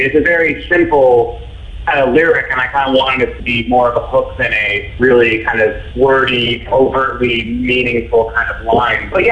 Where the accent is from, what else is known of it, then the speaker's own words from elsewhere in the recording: Pacific Northwest, United States; growing up in the Northwest certainly has had an effect on me as a person